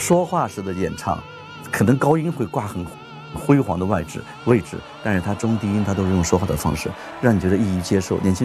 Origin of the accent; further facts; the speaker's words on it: Henan, China; accent: Henan; 有点像我们河南口音